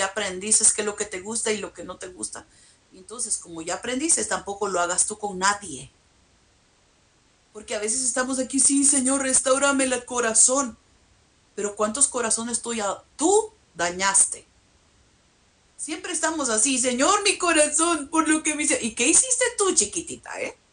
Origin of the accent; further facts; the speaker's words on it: Mexico; como los mexicanos decimos